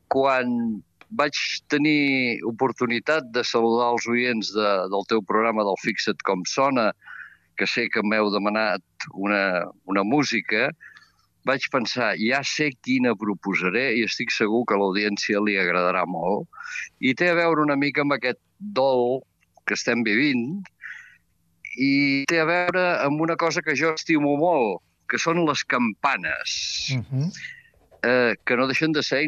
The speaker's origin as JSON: {"language": "Catalan", "town": "Caldes de Malavella", "region": "Catalonia", "country": "Spain", "tie": "born or raised there", "also_born_or_lived": "Fornells de la Selva / Banyoles", "moved": "as an adult", "said": "Jo visc al meu poble de Caldes de Malavella, on vaig néixer fa 66 anys."}